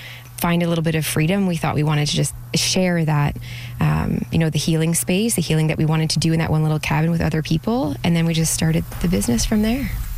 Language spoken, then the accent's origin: English; Ontario, Canada; now in New Brunswick, Canada; We're francophone aussi, and we're Indigenous from Ontario.